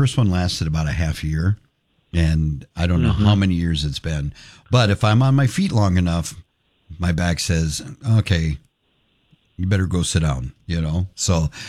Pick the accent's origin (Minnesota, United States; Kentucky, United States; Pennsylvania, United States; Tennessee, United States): Minnesota, United States; Hutchinson; moved away; I'm originally from Hutchinson